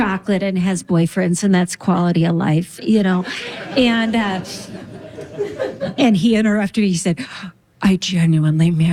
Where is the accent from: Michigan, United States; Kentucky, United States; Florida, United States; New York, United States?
Michigan, United States; Marquette; my sister's name is Dita, and we're both originally from Marquette.